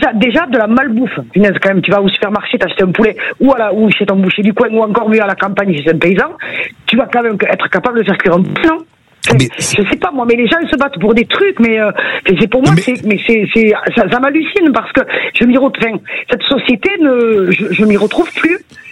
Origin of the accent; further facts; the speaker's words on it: Occitanie, France; Moi, j'ai grandi dans le Gers, donc c'était facile. On faisait une bêtise, le voisin, il reprenait tout de suite.